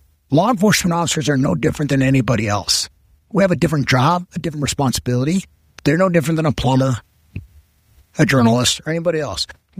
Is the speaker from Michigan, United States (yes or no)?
no; Colorado, United States; I grew up in the Roaring Fork Valley on the Crystal River Ranch. How much more here can you get?